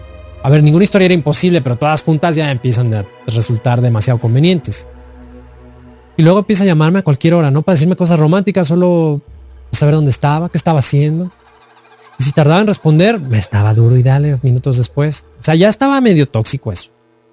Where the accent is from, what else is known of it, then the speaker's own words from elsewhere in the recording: Monterrey, Nuevo León, Mexico; Hola, yo soy de Monterrey, Nuevo León.